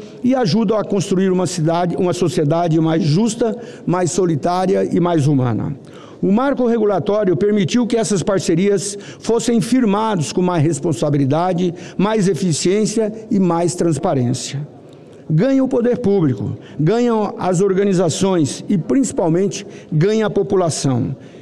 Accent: Mato Grosso, Brazil; born there; Em Mato Grosso, meu estado natal

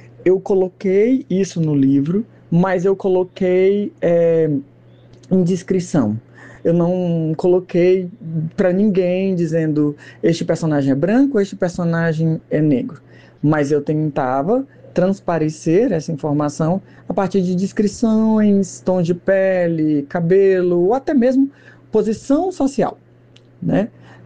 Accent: Teresina, Piauí, Brazil; Eu sou de Teresina, no Piauí, no Nordeste.

